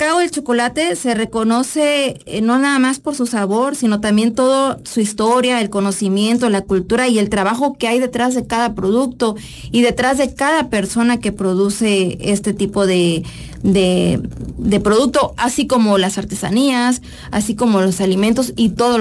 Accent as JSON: {"language": "Spanish", "region": "Chiapas", "country": "Mexico", "said": "como chiapanecos tenemos que consumir lo nuestro."}